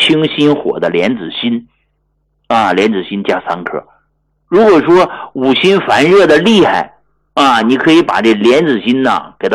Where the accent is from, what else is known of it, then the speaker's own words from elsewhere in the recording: Hegang, Heilongjiang, China; moved away; 我是从农村出来的啊，我是来自黑龙江鹤岗这么一个偏远的一个小山村的那么个人，我从来就没忘记过我是一个农民，我是一个农民的儿子，我也是从农村走出来的